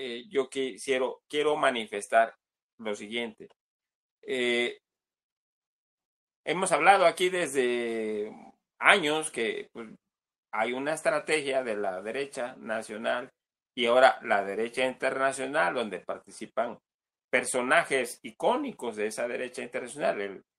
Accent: Acapulco, Guerrero, Mexico; En mi tierra, en Acapulco, en la playa

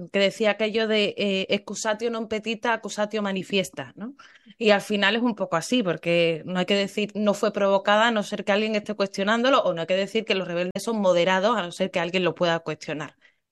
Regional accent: Spain; para los que somos del Estado español

